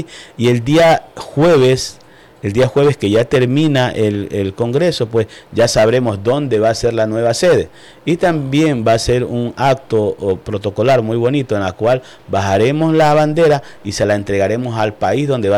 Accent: Manabí, Ecuador; como ecuatoriano y como manavita

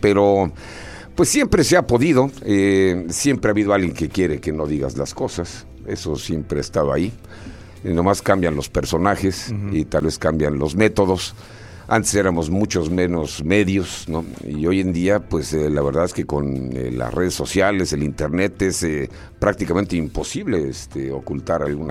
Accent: Mexico City, Mexico; also born or lived in Chihuahua; now in Tijuana, Mexico; yo nací en Chihuahua, crecí en la Ciudad de México, mi madre de Sonora, mi padre de Guadalajara y tengo aquí ya 36 años.

